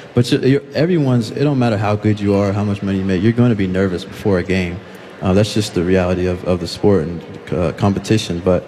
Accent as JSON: {"language": "English", "town": "Denison", "region": "Texas", "country": "United States", "tie": "born or raised there", "moved": "as an adult", "said": "to leave my hometown of Texas and go all the way to the Midwest was very uncomfortable for me and my family"}